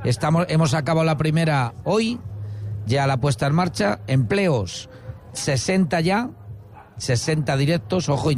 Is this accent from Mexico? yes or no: no; Cerecinos de Campos, Castile and León, Spain; el área de servicio de mi tierra, que yo soy de Cerecinos de Campos